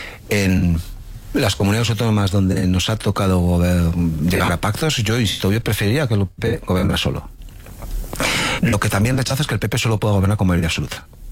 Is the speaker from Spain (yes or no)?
yes; San Sebastián, Basque Country, Spain